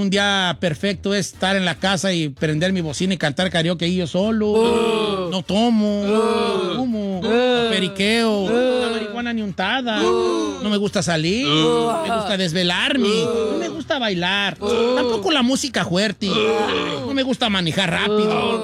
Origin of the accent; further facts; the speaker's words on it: Michoacán, Mexico; trabajo 8 horas, hago uñas acrílicas, también hago postres, cocino de todo y soy de Michoacán.